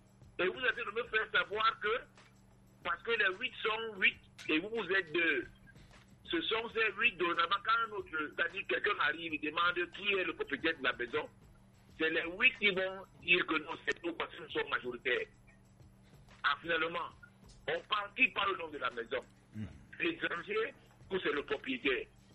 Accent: Edéa, Littoral, Cameroon; Moi, je suis originaire de la Tanaka Pare, qui était précisément à Edea, premier.

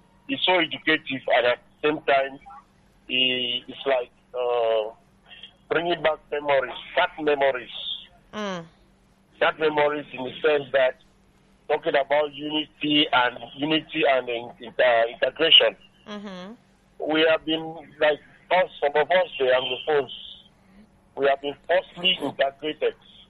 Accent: Southwest Region, Cameroon; moved away as an adult; also born or lived in Northwest Region, Cameroon; now in Yaoundé, Cameroon; I was born and brought up in the Southwest. I'm a Southwest man, I can say so, but originally from Northwest.

